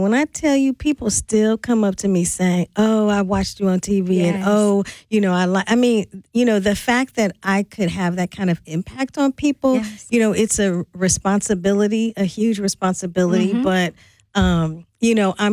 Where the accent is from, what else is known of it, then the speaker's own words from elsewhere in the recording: St. Louis, Missouri, United States; I grew up in St. Louis